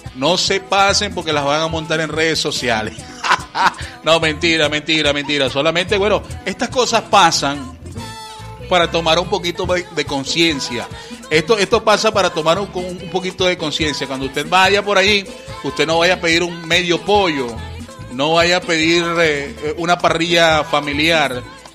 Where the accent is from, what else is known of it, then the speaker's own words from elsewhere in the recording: Venezuela; nosotros los venezolanos